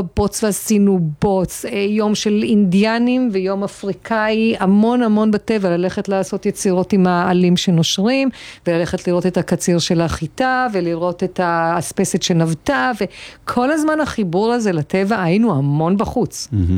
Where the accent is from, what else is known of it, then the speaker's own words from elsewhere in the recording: Northern District, Israel; also born or lived in Buenos Aires, Argentina; אני באתי מהעיר הגדולה, נולדתי בוונוס איירס. כאילו, הכי לא טבע, והגענו פה לגושרים ופשוט פרחתי.